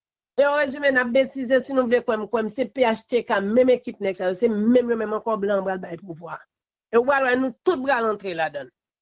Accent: Haiti; Et pas quoi que c'est seul président Aristide en tant que haïtien seulement que nous gagnons.

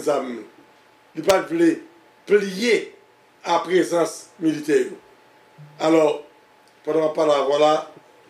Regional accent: Haiti; Nous sommes jeunes d'Haïti, des jeunes petits garçons.

